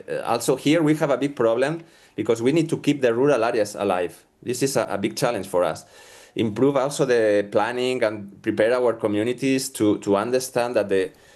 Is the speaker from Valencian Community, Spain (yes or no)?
yes; La Vall d'Uixó, Valencian Community, Spain; English is a second language; in my hometown, in La Vall d'Uixó